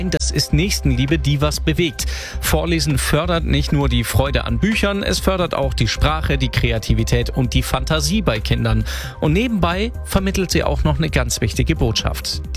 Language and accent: German; Esslingen am Neckar, Baden-Württemberg, Germany; aus meiner Heimatstadt. In der Kreisstadt Esslingen am Neckar